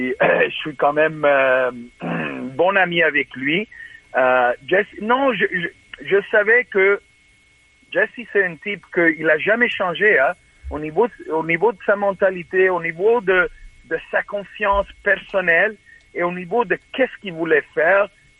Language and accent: French; Canada; Non, pour moi, c'est vraiment le Canada. J'ai fait partie de l'équipe canadienne. Je suis canadien.